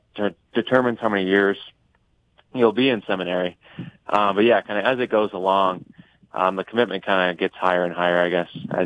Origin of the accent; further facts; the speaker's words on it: Jamestown, North Dakota, United States; I grew up in Jamestown, North Dakota, just an hour and a half west of Fargo. And yeah, I grew up there too. Catholic family, we were raised in the sacraments.